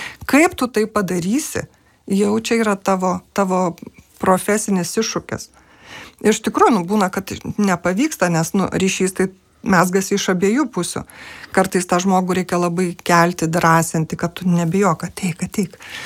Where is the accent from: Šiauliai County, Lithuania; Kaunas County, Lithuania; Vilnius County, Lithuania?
Šiauliai County, Lithuania; Šiauliai; esu iš Šiaulių, toks miestas, kur ten viskas labai paprastai ir aišku.